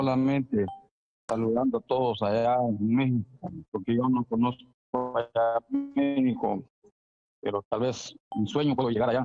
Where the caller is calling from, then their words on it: Mazatenango, Suchitepéquez, Guatemala; yo aquí le estoy llamando de Cantón Gucales, Mazatenango, Suchitepéquez, okay. Guatemala.